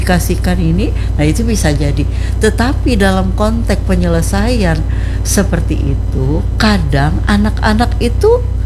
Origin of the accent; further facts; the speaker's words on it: Banjar, South Kalimantan, Indonesia; orang kita Banjar